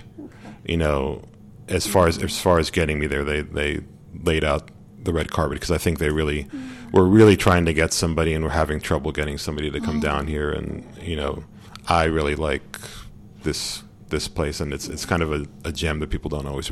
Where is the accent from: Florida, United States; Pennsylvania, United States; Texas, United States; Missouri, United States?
Pennsylvania, United States; I'm from Pennsylvania originally